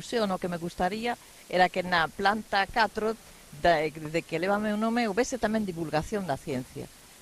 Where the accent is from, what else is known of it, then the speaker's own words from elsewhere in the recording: Pontevedra, Galicia, Spain; O sea, como pontevedresa, pido che que ali teñamos un oco